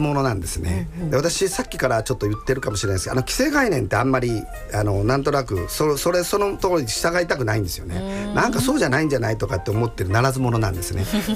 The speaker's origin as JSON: {"language": "Japanese", "region": "Osaka", "country": "Japan", "tie": "born or raised there", "said": "あの私は大阪で生まれ育って、うん、まあ、仕事はあの全国でやってて東京にも事務所があるんですけども、"}